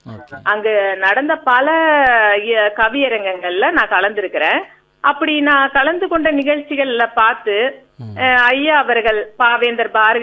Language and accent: Tamil; Tamil Nadu, India; now in Pollachi, India; அதுவும் இல்லாம என்னோட சொந்த ஊர் சேலம் மாவட்டம், ஆத்தூர் பக்கத்துல இருக்கக்கூடிய ஒரு சிறிய கிராமம். அங்க எனக்கு அதுக்கான வாய்ப்பு எதுவுமே கிடைக்கல. ஆனா நான் கோவை மாவட்டம் பொள்ளாச்சிக்கு இடம்பெயர்ந்த பின்னாடி